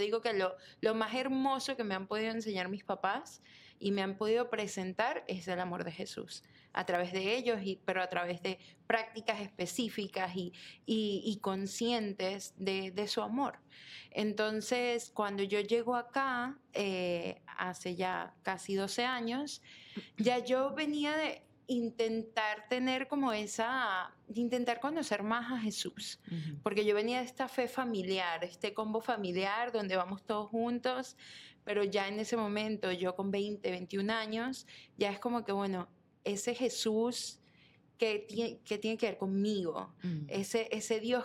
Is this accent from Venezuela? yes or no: yes; Venezuela; moved away as an adult; como mencionaste, soy venezolana, llegué a este país hace 12 años